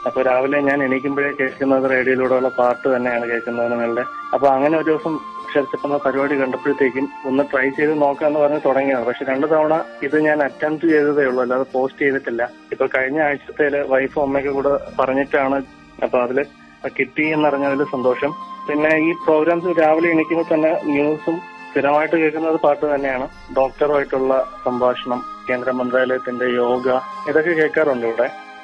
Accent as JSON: {"language": "Malayalam", "town": "Thiruvananthapuram", "region": "Kerala", "country": "India", "tie": "born or raised there", "said": "സ്വന്തം സ്ഥലവും ജനിച്ചു വളർന്നതും തിരുവനന്തപുരം തന്നെയാണ്. പക്ഷെ അത് കിംസ് ഹോസ്പിറ്റലിന് അടുത്തായിട്ടൊക്കെ വരാം."}